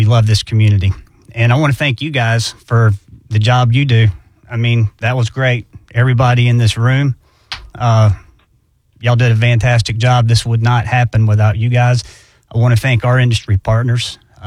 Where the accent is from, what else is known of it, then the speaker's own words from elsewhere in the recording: Jacksonville, Florida, United States; I was born and raised in Jacksonville, and I love this place. I love this town.